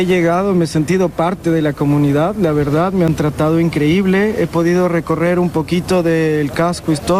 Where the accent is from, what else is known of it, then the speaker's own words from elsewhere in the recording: Ecuador; artista ecuatoriano